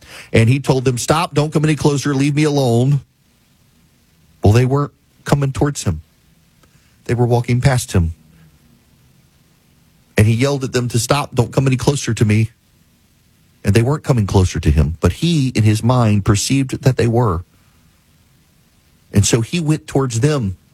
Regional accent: Jackson, Louisiana, United States; now in Georgia, United States; I am from Jackson, Louisiana.

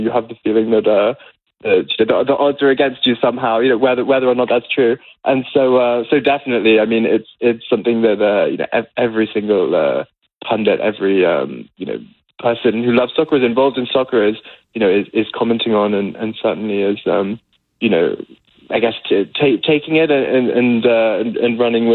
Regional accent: England, United Kingdom; now in Belgium; I'm English. I've been here 4 years though

